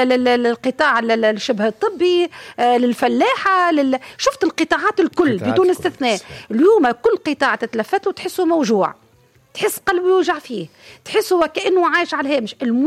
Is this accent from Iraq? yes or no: no; Tunisia; وانا كمواطن تونسي دافع للاداءات مواطن تونسي أبسط حقوقي بالدستور الصحة والتعليم